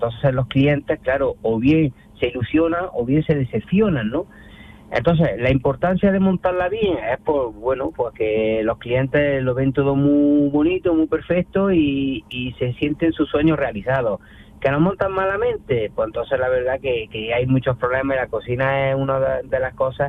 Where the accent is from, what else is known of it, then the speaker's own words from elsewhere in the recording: Granada, Andalusia, Spain; Somos de Granada.